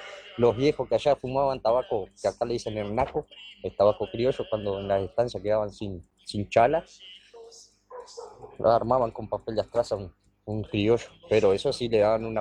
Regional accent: Salto, Uruguay; moved away; Yo me crié, yo nací en el 80. Y me crié allá en mi pueblo, en Salto.

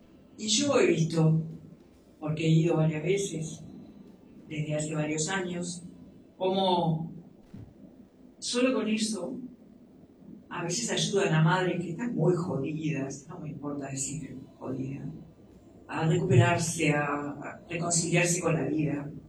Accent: Uruguay; como uruguayos, sentimos que Uruguay está lejos del mundo

